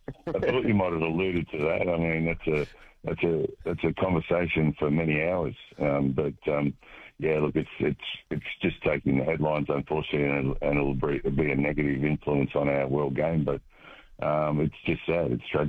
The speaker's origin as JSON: {"language": "English", "town": "Larne", "region": "Northern Ireland", "country": "United Kingdom", "tie": "born or raised there", "said": "but he actually trialled at my hometown in Larne a few years ago"}